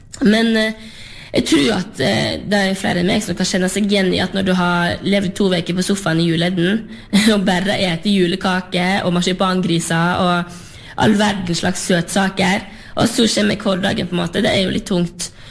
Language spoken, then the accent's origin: Norwegian; Vestland, Norway; som jeg kommer jo selv ifra Lerigard på Sørheim, og jeg ser hva store ringvirkninger landbruket har i et lokalsamfunn, eller mange av de lokalsamfunnene som jeg har i Lustra